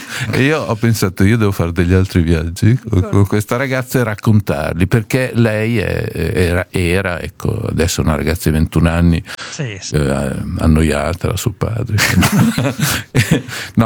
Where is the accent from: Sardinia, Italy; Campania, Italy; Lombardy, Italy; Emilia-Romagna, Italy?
Emilia-Romagna, Italy; Parma; now in Bologna, Italy; sono di Parma